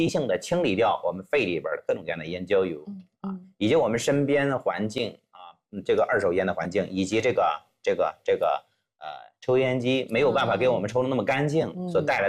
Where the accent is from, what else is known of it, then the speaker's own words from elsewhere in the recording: China; 他们反正也不知道我姓氏名谁，最多知道我是中国人